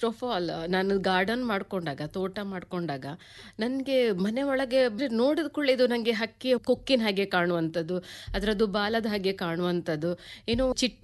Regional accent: Kota, Karnataka, India; moved away as an adult; also born or lived in Saligrama / Sagar / Udupi / Mangaluru; now in Sharjah, United Arab Emirates; ನಾನು ಆಕ್ಚುಲಿ ಹುಟ್ಟಿ ಬೆಳೆದಿದ್ದು ಲಾಲಿ ಗ್ರಾಮ, ಕೋಟ, ಉಡುಪಿ ಜಿಲ್ಲೆ ಬರ್ತದೆ.

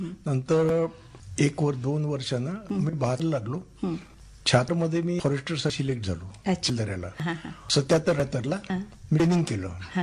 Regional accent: Buldhana, Maharashtra, India; अजून आमच्या घरी बुलढाणा मी असताना

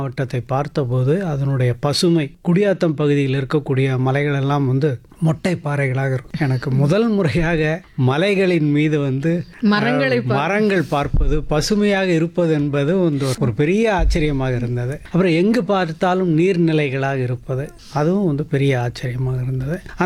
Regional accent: Chennai, Tamil Nadu, India; நான் சென்னையில தான் முழுக்க வளர்ந்தேன். 6-7 வயதாக இருக்கும்போது அந்த வண்ணாரப்பேட்டை பகுதியில இருந்து, ரொம்ப வட சென்னையில் இருக்கக்கூடிய ரொம்ப நெரிசலான பகுதி

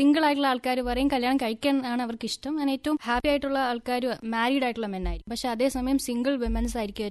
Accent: Chadayamangalam, Kerala, India; ചടയമംഗലത്ത് നിന്നാണ് വരുന്നത്.

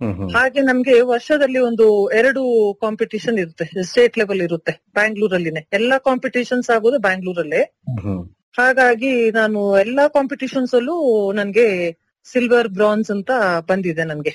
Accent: Ammathi, Karnataka, India; ನಾನು ಅಮ್ಮತ್ತಿಯವಳು ಸರ್, ಆನಂದ್ಪುರ ನಾನು ಹುಟ್ಟಿ ಬೆಳೆದಿರೋ ಊರು ಅಮ್ಮತ್ತಿ ಹತ್ರ.

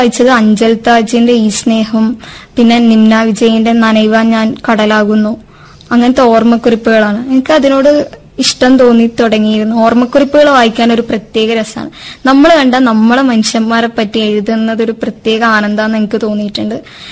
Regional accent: Iritty, Kerala, India; എന്റെ വീട് ഇരിട്ടിയിലുള്ള പേരട്ട എന്ന് പറഞ്ഞ സ്ഥലത്തും. ഞാൻ പഠിച്ചത് +2 വരെ കുന്നോത്തായിരുന്നു.

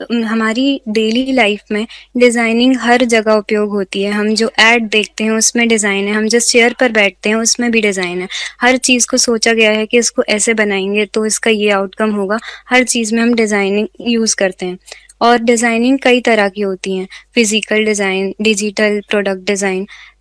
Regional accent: Sagar, Madhya Pradesh, India; मैं अभी 18 वर्ष की हूँ। मैं सागर से ही पली बड़ी हूँ। सागर मेरा होम टाउन है

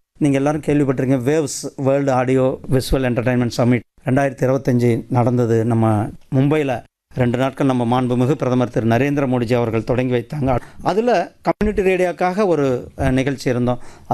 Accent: Namakkal, Tamil Nadu, India; ஏன்னா அவர் சேலத்துக்காரர், இவர் கோயம்புத்தூர்காரர், நான் நாமக்கல்காரர்.

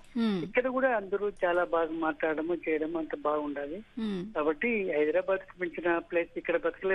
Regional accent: Kadapa, Andhra Pradesh, India; now in Hyderabad, India; నాది కడప, నాది కడప నుంచి అయితే ఇక్కడికి వచ్చి మేము 2004 లో 2003 లో వచ్చాము ఇక్కడికి.

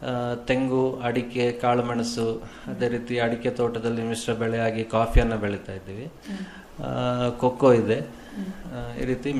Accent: Puttur, Karnataka, India; ದಕ್ಷಿಣ ಕನ್ನಡ ಜಿಲ್ಲೆಯ ಪುತ್ತೂರು ನನ್ನ ಊರು.

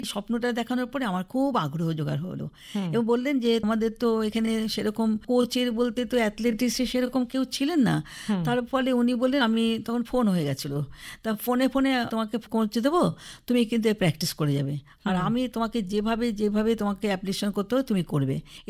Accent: West Bengal, India; আমরা উত্তরবঙ্গের ছেলেমেয়েরা

